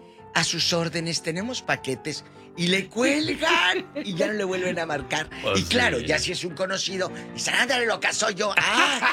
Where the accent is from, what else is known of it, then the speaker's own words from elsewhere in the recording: Matamoros, Tamaulipas, Mexico; moved away; en mi tierra, en mi Matamoros querido